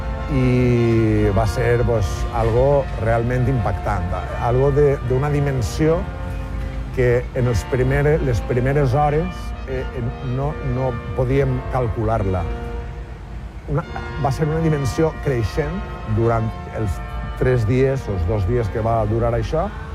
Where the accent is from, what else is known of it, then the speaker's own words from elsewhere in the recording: Castelló, Valencian Community, Spain; La nostra terra és molt musical, en els nostres pobles, jo soc de Castelló, el meu germà major també és oboista